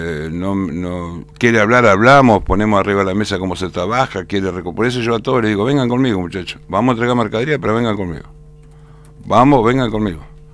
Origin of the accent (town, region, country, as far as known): Argentina